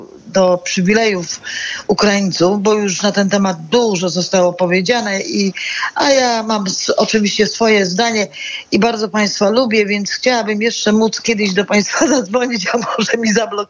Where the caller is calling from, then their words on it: Łódź, Łódź Voivodeship, Poland; mieszkam w Łodzi